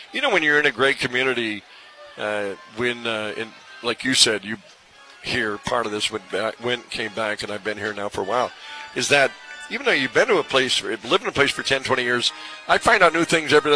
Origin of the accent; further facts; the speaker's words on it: Williston, North Dakota, United States; also born or lived in Minot; now in Fargo, United States; I'm from Williston, North Dakota, mm-hmm. and that's a lovely area. You know, I loved, born in Minot, raised in Williston, came here for college.